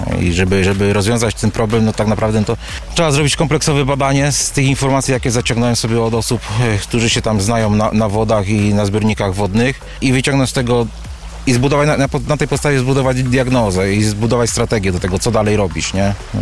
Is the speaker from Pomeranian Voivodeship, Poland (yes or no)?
no; Słupca, Greater Poland Voivodeship, Poland